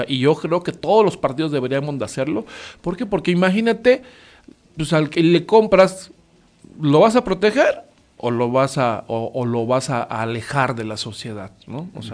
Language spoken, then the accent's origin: Spanish; Jojutla, Morelos, Mexico; moved away as an adult; now in Cuernavaca, Mexico; Yo nací en esta ciudad, crecí en Jojutla, mi niñez y mi adolescencia la hice allá